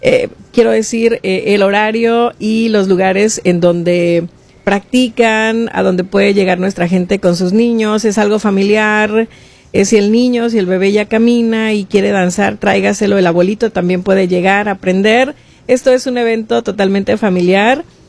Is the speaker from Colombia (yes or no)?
no; Colima, Mexico; yo soy de Colima